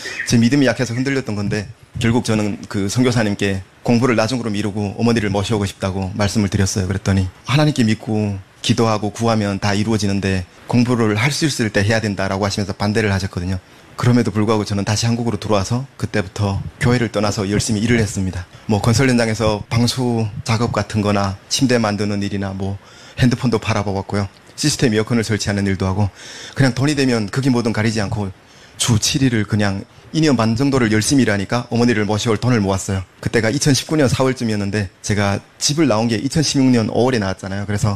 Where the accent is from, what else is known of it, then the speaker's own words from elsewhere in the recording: Hyesan, Ryanggang, North Korea; moved away as an adult; now in South Korea; 제 고향인 양강도 희산시